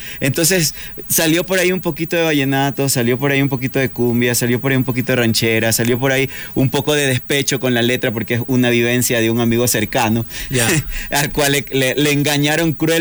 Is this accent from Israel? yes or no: no; Ecuador; nuestra música como artista ecuatoriano ante su audiencia.